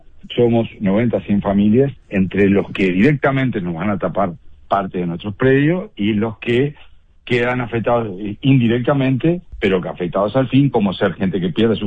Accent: Uruguay

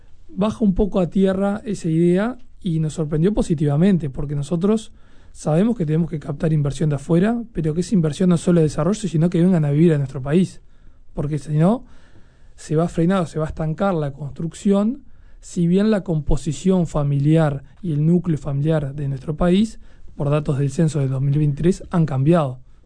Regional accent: Uruguay; Empezó la construcción, pero uno como uruguayo siempre dice, ¿y se hará esto?

